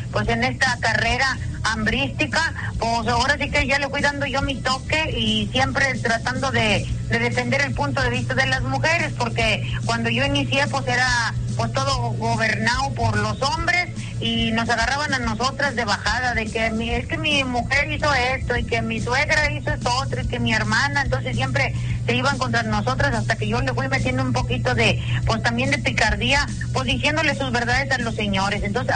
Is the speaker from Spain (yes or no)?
no; Mexico